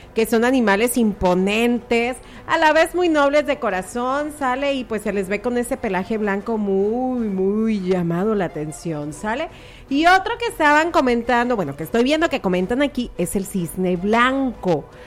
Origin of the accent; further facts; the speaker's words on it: Tecuala, Nayarit, Mexico; Pues somos de Tecuala.